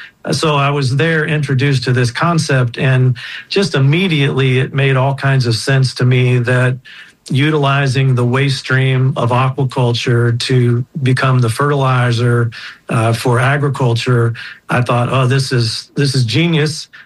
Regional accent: Midwest, United States; so I'm from the Midwest

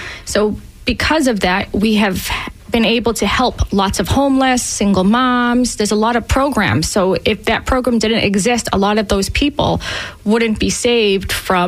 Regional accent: Massachusetts, United States; Growing up in Massachusetts, it's always going to be in my heart. I'm very proud to be from there

